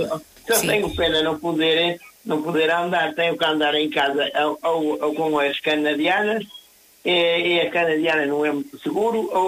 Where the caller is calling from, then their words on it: Barcelos, Norte, Portugal; Olha, mas agora já estou a falar aqui de Barcelos